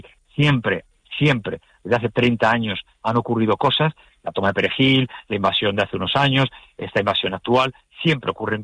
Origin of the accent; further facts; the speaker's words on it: Canary Islands, Spain; yo también soy canario, también lo soy.